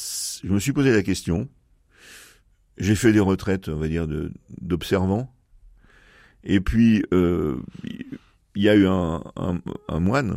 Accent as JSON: {"language": "French", "country": "France", "tie": "born there", "said": "je suis né en 1960, donc je suis né dans une France qui était sociologiquement encore chrétienne."}